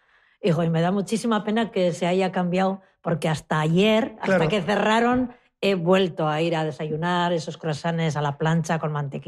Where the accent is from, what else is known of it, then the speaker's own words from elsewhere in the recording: Basque Country, Spain; Vivo aquí en María Díaz de Haro.